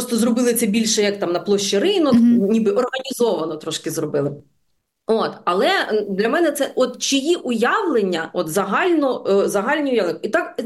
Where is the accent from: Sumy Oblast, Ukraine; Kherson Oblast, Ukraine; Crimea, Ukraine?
Kherson Oblast, Ukraine; moved away; also born or lived in Lviv; я сама з Південної України, з Херсонщини